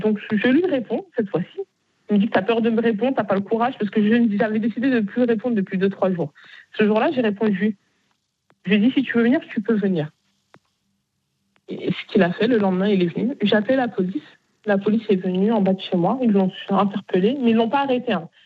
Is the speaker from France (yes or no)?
yes; Bagneux, Île-de-France, France; Moi, je viens de Bagneux.